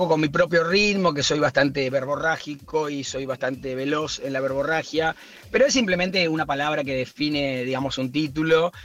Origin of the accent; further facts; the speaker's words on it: Uruguay; now in Argentina; una infancia hippie que tuve en Uruguay, porque yo nací en Uruguay